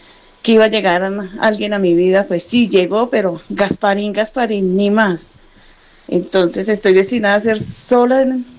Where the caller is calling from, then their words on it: Sibaté, Cundinamarca, Colombia; te llamo desde Cibaté, Cundinamarca.